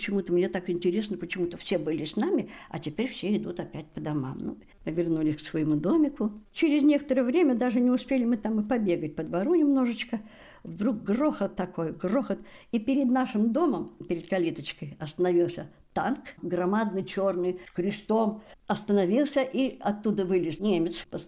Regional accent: Moscow, Russia; born there; also born or lived in Pogoreloye Gorodishche; Родилась в Москве в 1936 году, Краснопресненский район Москвы, улица 905 года. Мы на этой улице жили. 5 лет было мне, когда война началась.

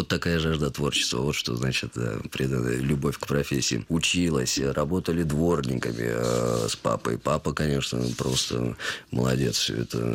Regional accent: Altai Krai, Russia; born or raised there; moved away

